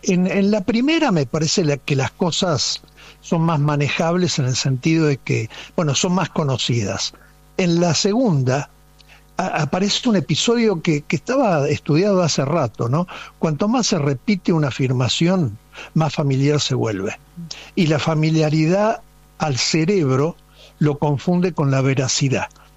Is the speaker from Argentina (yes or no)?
yes; Argentina